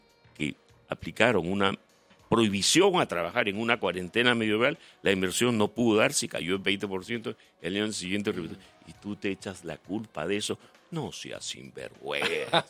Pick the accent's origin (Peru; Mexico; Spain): Peru; Somos los peruanos que nos dejamos.